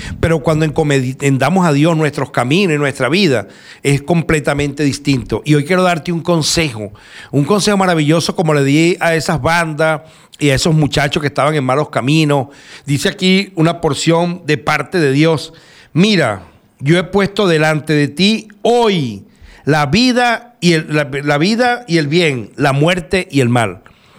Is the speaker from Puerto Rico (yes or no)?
no; Venezuela; moved away as an adult; Yo me voy en este momento de aquí de Venezuela, del barrio donde me crié, donde estuve toda mi vida